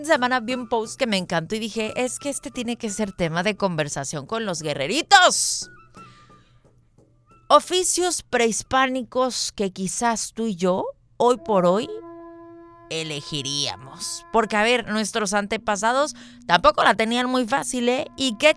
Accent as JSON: {"language": "Spanish", "country": "Mexico", "said": "orgullosamente somos mexicanos"}